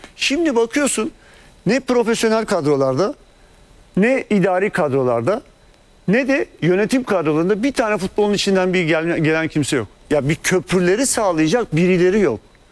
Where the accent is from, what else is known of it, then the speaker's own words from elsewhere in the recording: Kadıköy, Istanbul, Turkey; Yani bir asıra yaslanan bir aidiyet duygum var. İyi bir Kadıköy'lüyüm, iyi bir Fenerbahçeliyim.